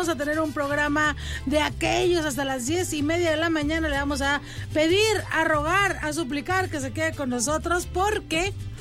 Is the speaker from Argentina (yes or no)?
no; Mexico; Bien mexicano, bueno, todos los días somos mexicanos